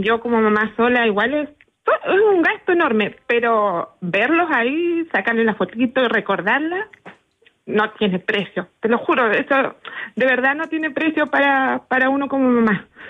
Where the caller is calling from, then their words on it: Puerto Aysén, Aysén, Chile; estoy llamando desde Puerto Aysén.